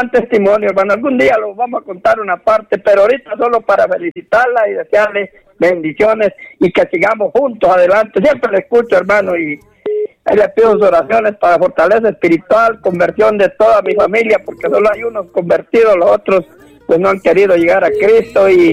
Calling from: Jesús de Otoro, Intibucá, Honduras; De una aldea del municipio de Jesús de Otoro

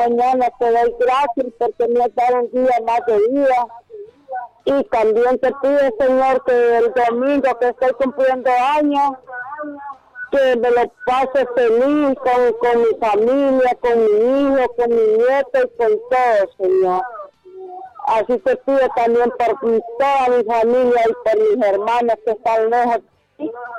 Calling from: Choluteca, Honduras; Choluteca.

